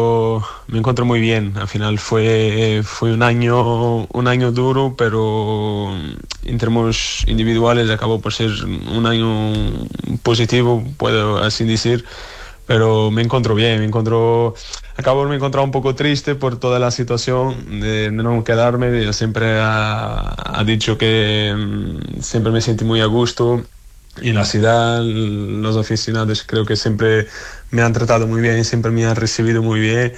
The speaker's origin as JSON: {"language": "Spanish", "region": "Lisbon", "country": "Portugal", "second_language": "Spanish", "said": "Soy de Lisboa."}